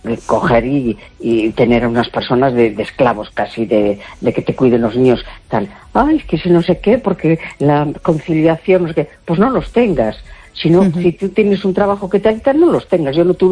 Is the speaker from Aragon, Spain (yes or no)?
no; A Coruña, Galicia, Spain